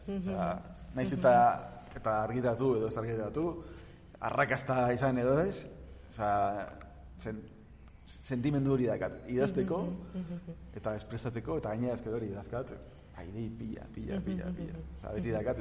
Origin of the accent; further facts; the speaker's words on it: Villabona, Basque Country, Spain; born there; now in Urdiain, Spain; Ni jaio naiz, Bilabonan, eta Urdiain daramat, ba, 6 urte ingo ditut.